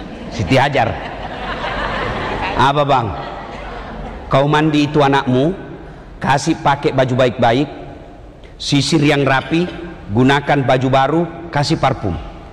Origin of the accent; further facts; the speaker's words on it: South Sulawesi, Indonesia; kami orang Bugis